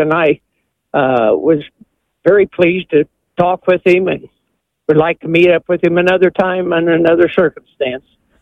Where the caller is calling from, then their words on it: Dayton, Ohio, United States; I go to Holy Family Catholic Church in Dayton, Ohio.